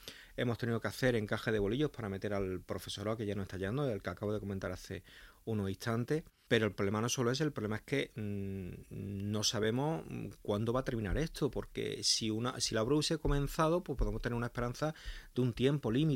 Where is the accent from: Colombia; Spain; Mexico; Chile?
Spain; Melilla; todos los que somos de Melilla creemos muchísimo en nuestra ciudad